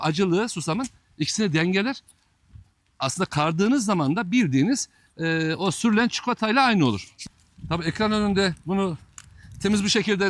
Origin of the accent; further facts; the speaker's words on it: Bozkır, Konya, Turkey; Ben aynı zamanda Bozkırlıyım. Bizde tahan kültürü var.